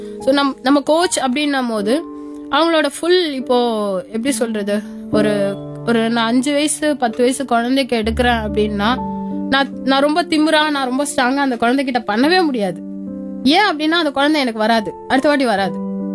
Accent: India; நானும் ஒரு national champion, நானும் ஒரு இந்தியன் பிளேயர்

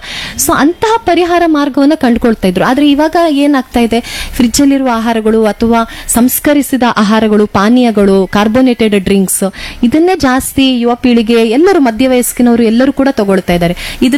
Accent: Karnataka, India

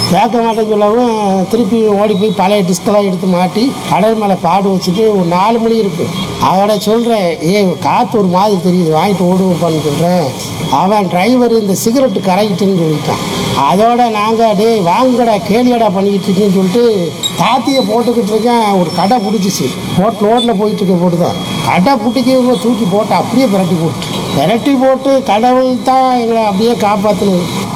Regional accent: Chennai, Tamil Nadu, India; also born or lived in Pamban; நான் பிறந்தது பாம்பன் தான், ஆனால் வளர்ந்தது ஃபுல்லாக சென்னை. சென்னையில் வளர்ந்தேன்.

